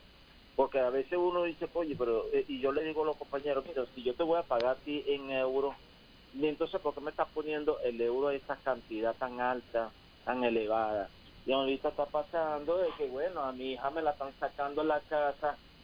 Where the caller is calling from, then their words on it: Chacao, Miranda, Venezuela